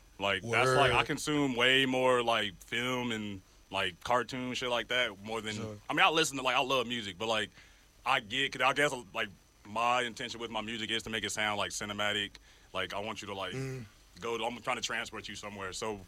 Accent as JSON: {"language": "English", "town": "Chicago", "region": "Illinois", "country": "United States", "said": "As a Chicagoan and as an artist"}